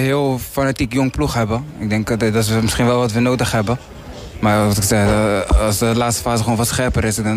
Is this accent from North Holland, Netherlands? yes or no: no; Rotterdam, South Holland, Netherlands; Ik kom zelf uit Rotterdam. Dus het is dichtbij voor mij.